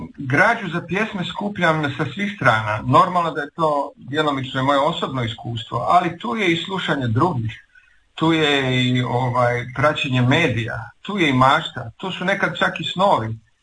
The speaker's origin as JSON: {"language": "Croatian", "town": "Knin", "region": "Šibenik-Knin County", "country": "Croatia", "tie": "born or raised there", "moved": "yes", "lives_now": "Zagreb, Croatia", "said": "Pa Knin je moj rodni grad, ja sam Knjinjanin, da tako kažem u šali, privremeno zaposlen u Zagrebu."}